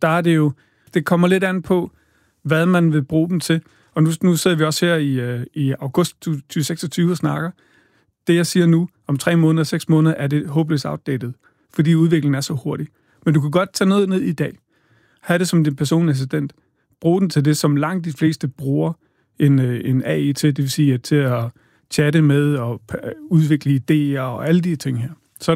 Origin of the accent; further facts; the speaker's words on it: Odense, Region of Southern Denmark, Denmark; accent: Funen; Jeg er fra Odense. Ja, kan du høre det synge?